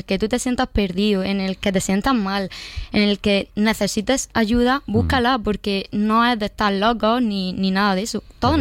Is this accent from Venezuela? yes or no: no; Almería, Andalusia, Spain; now in Granada, Spain; yo me fui de Almería, me fui a Granada, me salió de trabajo en Granada, dejé todo, dejé a mi familia, dejé a mi amigo, dejé todo.